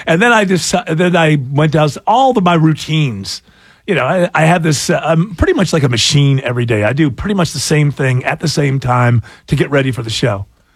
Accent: New York, United States; I'm from Western New York.

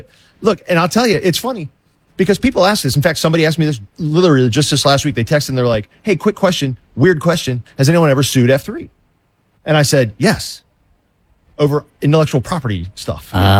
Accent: United States; I'm an American.

